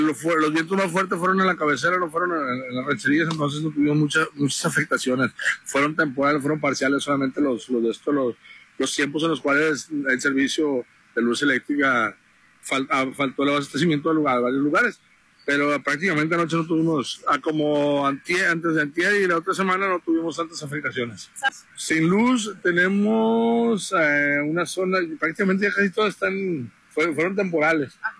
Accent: Guasave, Sinaloa, Mexico; somos de Guasave

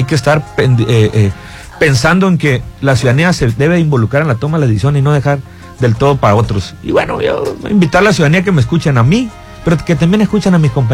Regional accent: Angostura, Sinaloa, Mexico

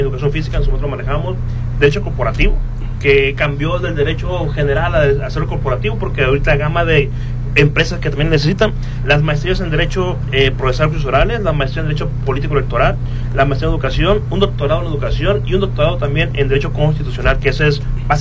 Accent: Escuinapa, Sinaloa, Mexico; Yo soy de Escuinapa, básicamente.

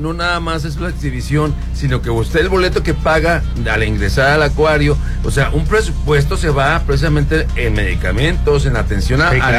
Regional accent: Concordia, Sinaloa, Mexico; yo soy de la Concordia del municipio

